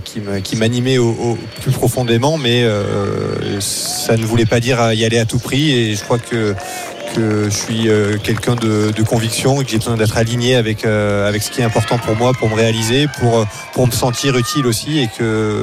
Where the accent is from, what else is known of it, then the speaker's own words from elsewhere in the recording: Pyrenees, France; je suis originaire des Pyrénées